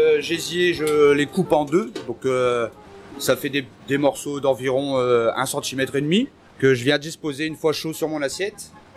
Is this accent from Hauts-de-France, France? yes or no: yes; Gravelines, Hauts-de-France, France; moved away as an adult; now in Lot, France; je viens du Nord-Pas-de-Calais, plus précisément Gravelines.